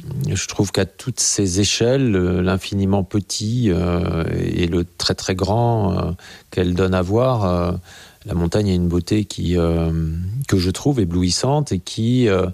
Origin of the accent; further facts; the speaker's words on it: Grenoble, Auvergne-Rhône-Alpes, France; born there; puisque je suis né à Grenoble, donc il y avait le Sapet, les plateaux autour de Grenoble